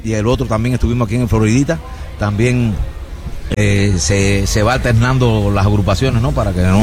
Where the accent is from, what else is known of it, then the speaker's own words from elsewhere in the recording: Cuba; now in Miami, United States; Lo hicimos como somos nosotros los cubanos